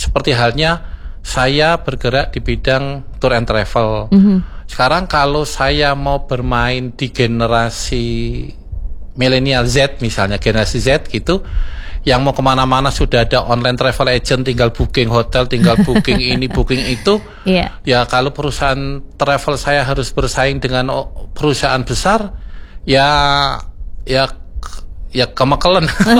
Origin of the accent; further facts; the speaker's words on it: Pengasih, Special Region of Yogyakarta, Indonesia; saya juga dari Josutan Karangsari Pengasih juga, Mbak. Kita tetangga berarti. Sama-sama Kepon Progo.